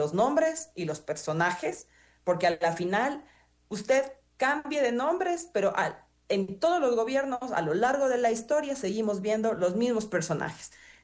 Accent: Ecuador; todos nosotros como ecuatorianos

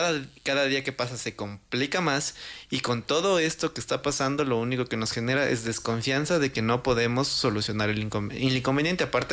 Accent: Ecuador; Como ecuatoriano no lo quiero

